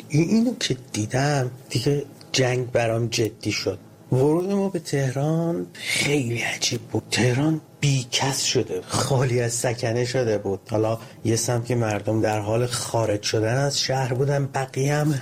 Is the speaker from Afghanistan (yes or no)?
no; Ahvaz, Khuzestan, Iran; من کودکیم رو توی جنگ گذروندم، اهواز، و در تمام طول 8 سال جنگ من با این سیر افزایشی بمباران ها بزرگ می شدم.